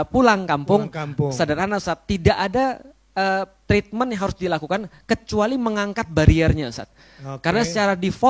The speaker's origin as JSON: {"language": "Indonesian", "town": "Palembang", "region": "South Sumatra", "country": "Indonesia", "tie": "born there", "moved": "yes", "said": "Karena aku lahir di Palembang, artinya sampai detik ini aku masih mimpinya di Palembang."}